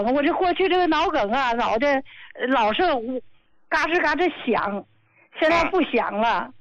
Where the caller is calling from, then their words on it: Qinhuangdao, Hebei, China; 嗯，我是秦皇岛的。